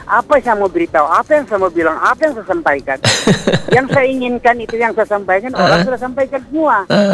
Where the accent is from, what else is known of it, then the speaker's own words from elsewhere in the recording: Palu, Central Sulawesi, Indonesia; saya lahir di Indonesia, besar di Haji Hayun, Besusu Barat